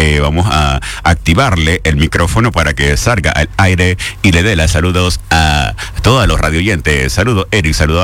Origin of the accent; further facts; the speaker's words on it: Venezuela; Yo soy de Venezuela